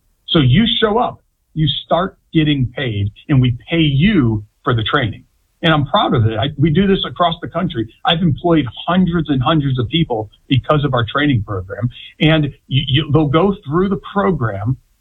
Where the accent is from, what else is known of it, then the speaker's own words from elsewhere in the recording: Florida, United States; I grew up in Central Florida my entire adult life. I founded and started my business right here in Central Florida.